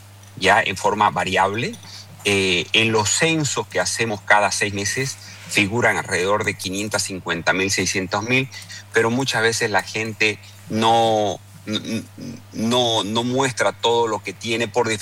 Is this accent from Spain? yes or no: no; San Ignacio de Velasco, Santa Cruz, Bolivia; San Ignacio, apostamos por la producción, somos el polo agrícola, yo creo, de Bolivia en este. Siempre hemos sido el polo, uno de los polos pecuarios, por eso somos la capital del Cebú.